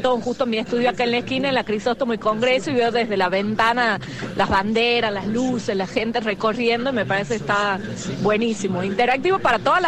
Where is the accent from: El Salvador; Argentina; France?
Argentina; Tucumán; Tucumana, soy tucumana.